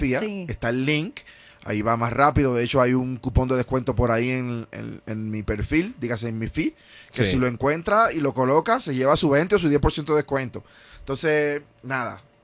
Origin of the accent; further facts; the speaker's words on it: Colombia; Sí, no, yo soy más colombiano que mucho.